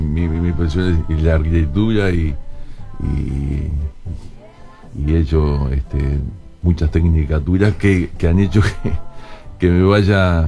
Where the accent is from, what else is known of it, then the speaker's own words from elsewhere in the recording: San José de Mayo, San José, Uruguay; also born or lived in Montevideo; now in Maldonado, Uruguay; nací en San José, mis padres eran gente de campo, por supuesto que nací en la ciudad de San José, y estudié en San José los primeros años, y después me vine a Montevideo y llegué a Maldonado a los 17 años.